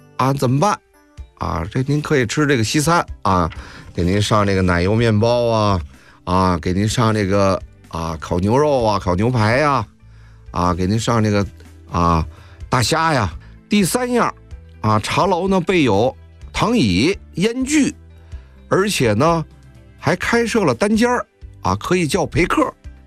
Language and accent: Chinese; Beijing, China; 也就是我们北京人说的是茶钱